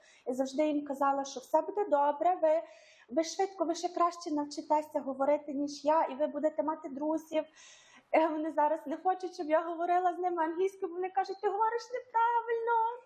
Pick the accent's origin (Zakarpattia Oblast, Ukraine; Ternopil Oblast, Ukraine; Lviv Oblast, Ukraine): Ternopil Oblast, Ukraine; Monastyryska; moved away